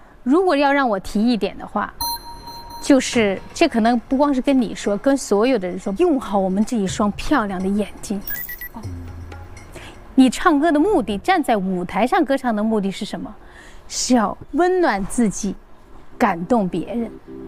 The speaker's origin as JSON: {"language": "Chinese", "country": "China", "said": "我是中国人"}